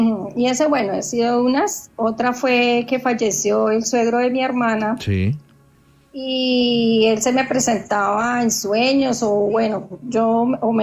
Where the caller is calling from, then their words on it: Villavicencio, Meta, Colombia; yo soy de aquí de Villavicencio